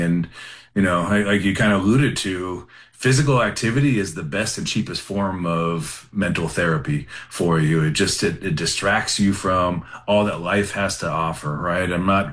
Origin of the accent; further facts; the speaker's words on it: California, United States; now in Camp Hill, United States; I'm from Southern California